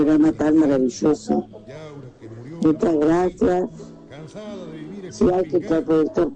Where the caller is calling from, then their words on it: Montevideo, Uruguay; de acá de Montevideo